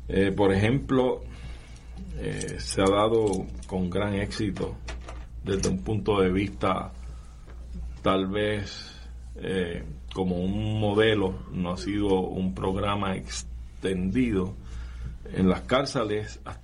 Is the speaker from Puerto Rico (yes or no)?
yes; Puerto Rico